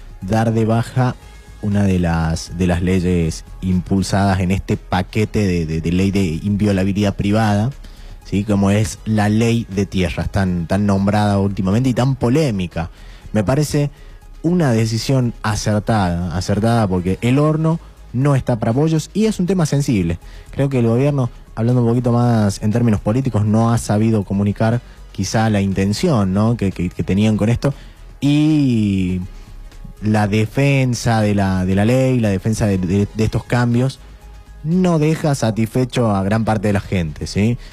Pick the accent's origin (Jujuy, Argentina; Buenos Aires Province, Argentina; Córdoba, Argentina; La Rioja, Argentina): La Rioja, Argentina; Chilecito; nos atraviesan a los riojanos y a los chileciteños